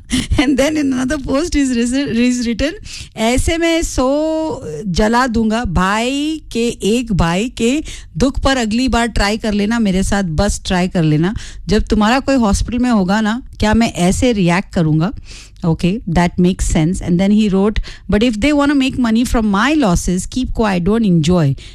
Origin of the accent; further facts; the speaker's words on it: Mumbai, Maharashtra, India; मैं खुद मुंबई से हूँ, फिर मैंने एक को बोला कि भाई देख मैं भी मुंबई से हूँ